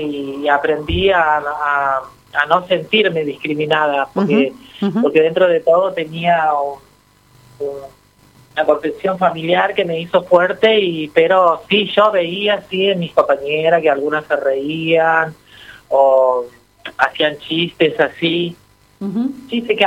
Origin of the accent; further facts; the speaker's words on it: Santiago del Estero, Argentina; now in Buenos Aires, Argentina; Yo soy de Santiago del Estero y Santiago del Estero es una provincia muy tranquila.